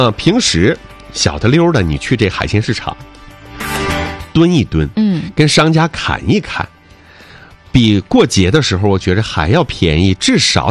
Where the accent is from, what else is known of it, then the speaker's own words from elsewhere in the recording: Northeast China, China; 我们东北人有一个特点，就是吃饭吃的特别快。